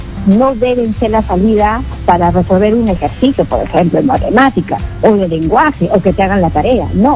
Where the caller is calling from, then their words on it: Lima, Peru; de Surco.